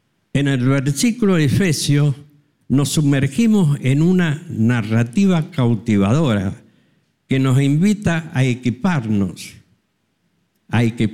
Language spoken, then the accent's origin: Spanish; Guaymallén, Mendoza, Argentina; soy de Guaymallén